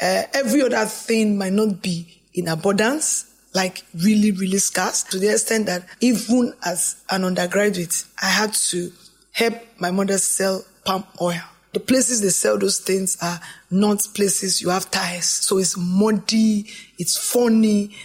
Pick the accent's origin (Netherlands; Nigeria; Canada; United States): Nigeria; Ekpoma, Edo; moved away as an adult; also born or lived in Lagos; now in Dubai, United Arab Emirates; So that's Edo State. Precisely, I'm from Epoma, where you have the Ambrose Ali University. I schooled in the Ambrose Ali University, then I came to Lagos to do my NYC. So that's where I'm from, biologically.